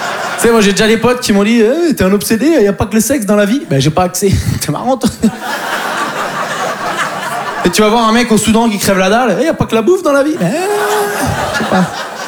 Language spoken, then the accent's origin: French; Poitiers, Nouvelle-Aquitaine, France; Mais bon, en plus, je viens de Poitiers, donc faut s'occuper. Hein, tu peux pas aller au futuroscope 5 fois par semaine, quoi.